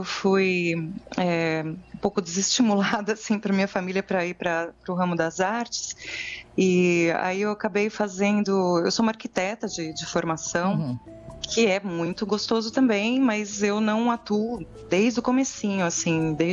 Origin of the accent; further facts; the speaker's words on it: Santo André, São Paulo, Brazil; moved away as an adult; also born or lived in Los Angeles; now in São Paulo, Brazil; Eu sou do ABC, sou lá de Santo André, e eu me mudei para São Paulo em 2000. E aí o resto da vida é aqui.